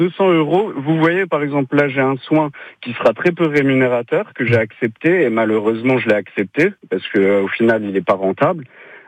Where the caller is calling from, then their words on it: Essey-lès-Nancy, Grand Est, France; moi je suis dans un secteur périurbain, je suis à Essel-et-Nancy.